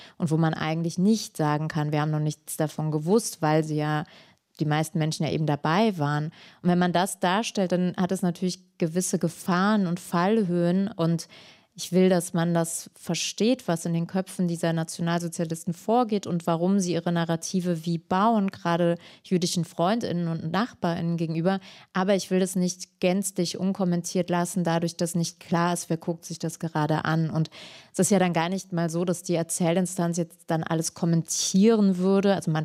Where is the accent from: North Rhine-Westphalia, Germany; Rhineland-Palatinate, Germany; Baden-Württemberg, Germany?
Rhineland-Palatinate, Germany; Hermeskeil; born there; Und das hatte ich eben mit meinem Geburtsort, dass ich gemerkt habe, ich habe sozusagen die Taten selbst geschützt, indem ich auf das Schweigen reingefallen bin, das dort herrschte.